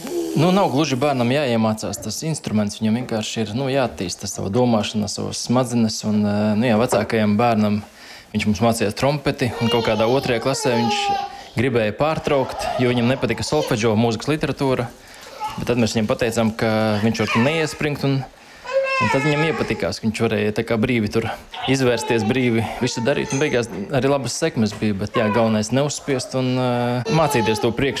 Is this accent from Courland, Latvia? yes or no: no; Preiļi, Latgale, Latvia; Tāpēc, nu jā, tā teikt, ka saistīts ar to, ka mēs nākam no Preiļiem, gluži nē.